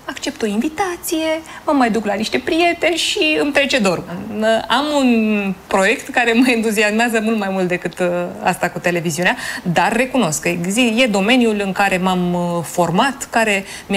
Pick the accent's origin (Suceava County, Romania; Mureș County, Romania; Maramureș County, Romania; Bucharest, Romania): Bucharest, Romania; born there; also born or lived in Vadu Oii; eu am fost bucureștean, că m-am născut în București și am trăit în București